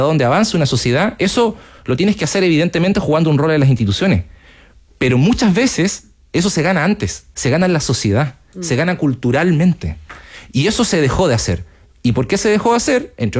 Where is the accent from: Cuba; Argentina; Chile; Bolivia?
Chile; Punta Arenas, Magallanes and Chilean Antarctica; en Punta Arenas, en mi ciudad natal